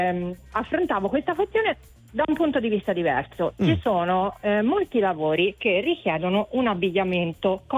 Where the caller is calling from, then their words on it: Tuscany, Italy; Dalla provincia di Pisa.